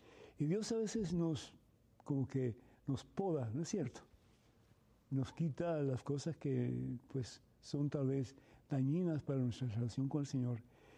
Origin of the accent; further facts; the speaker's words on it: Cuba; moved away; Mis padres, mi familia, yo somos de Cuba y salimos sin un centavo de Cuba. Ellos salieron 5 años después que nosotros, mi hermano y yo.